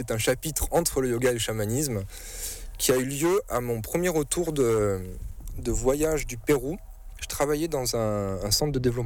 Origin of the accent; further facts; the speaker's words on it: France; Pour rentrer chez moi en France.